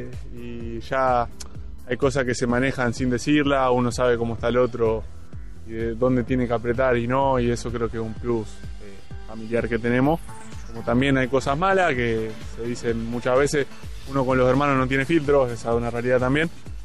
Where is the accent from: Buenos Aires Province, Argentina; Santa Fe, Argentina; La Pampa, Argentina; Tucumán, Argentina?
Santa Fe, Argentina; Rosario; creo que como rosarino se disfruta más porque está toda mi gente, mi familia, pueden venir todos